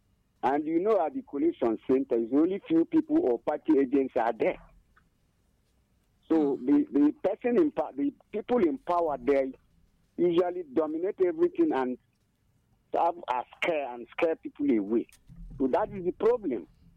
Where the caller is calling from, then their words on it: Abani, Enugu State, Nigeria; I'm calling from Abani, Nkanu West.